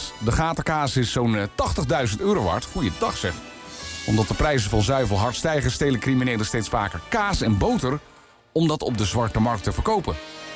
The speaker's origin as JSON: {"language": "Dutch", "region": "Friesland", "country": "Netherlands", "first_language": "Frisian", "second_language": "Dutch", "said": "Maar een mug in de Nederlandse taal, zeg maar, bij ons in de Friese taal, is het dus andersom."}